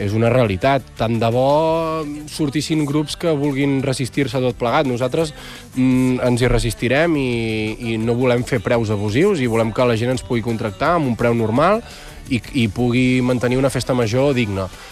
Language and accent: Catalan; Navàs, Catalonia, Spain; Soc de Navàs, que és al costat de... Bueno, està al costat de Sant Padó també i de Manresa, està per allà a la zona. Clar, jo he viscut molt les festes majors de poble